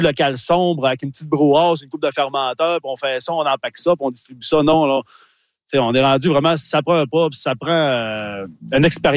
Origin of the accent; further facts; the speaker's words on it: Quebec, Canada; Moi, je suis du Saguenay-Lac-Saint-Jean, fait, mon cercle de vente, ça se situe entre la Beauce et la Côte-Nord.